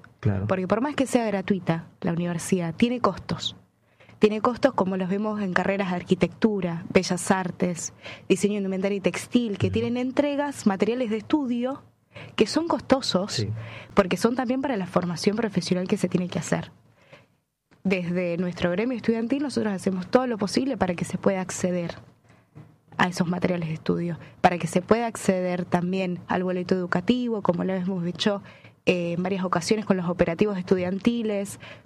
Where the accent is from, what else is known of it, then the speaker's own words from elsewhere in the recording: Misiones, Argentina; Yo soy de Misiones, por ejemplo. El esfuerzo que hace mi familia para bancarme acá un alquiler es tremendo.